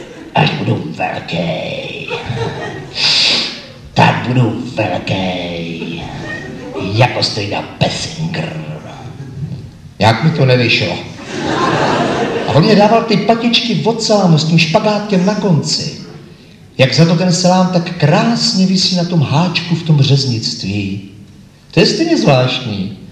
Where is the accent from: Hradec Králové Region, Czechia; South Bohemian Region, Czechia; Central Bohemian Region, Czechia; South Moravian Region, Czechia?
South Bohemian Region, Czechia; Tábor; born there; Já jsem se narodil v Táboře. V roku 1900.